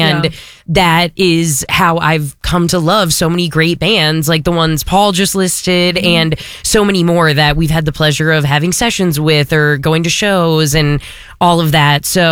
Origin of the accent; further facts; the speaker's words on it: Minnesota, United States; I was in high school, and I grew up in Minnesota